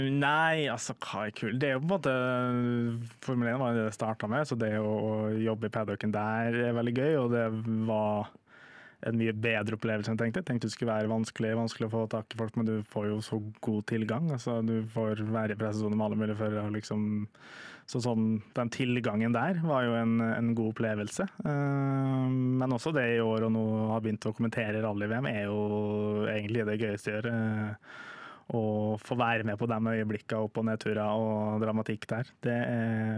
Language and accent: Norwegian; Molde, Møre og Romsdal, Norway; jeg er fra Molde